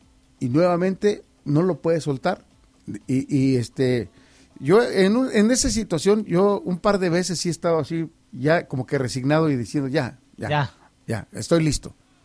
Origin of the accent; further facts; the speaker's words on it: Mexico; yo soy el clásico mexicano que deja todo para el último.